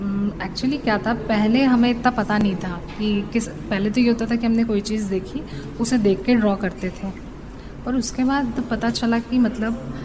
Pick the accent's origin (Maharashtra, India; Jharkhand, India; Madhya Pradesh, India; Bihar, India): Madhya Pradesh, India; Bhopal; और मैं भोपाल से हूँ।